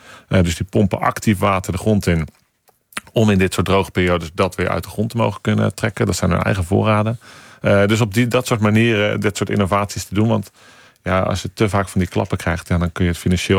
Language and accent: Dutch; Netherlands; Dus daar moeten wij als Nederlander ook een acceptatie voor gaan ontwikkelen.